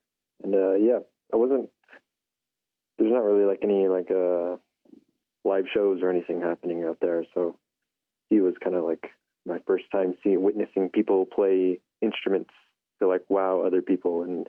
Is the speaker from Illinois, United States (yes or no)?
no; Window Rock, Arizona, United States; born or raised there